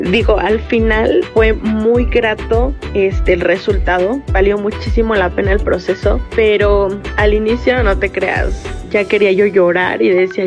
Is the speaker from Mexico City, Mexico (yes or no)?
no; Ciudad Sahagún, Hidalgo, Mexico; born or raised there